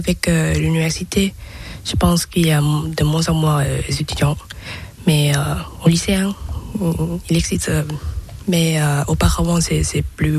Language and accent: French; Thailand; French is a second language; moved away as an adult; now in Besançon, France; nous sommes des étudiants en deuxième année à l'université en Thaïlande et nous apprenons le français comme majeur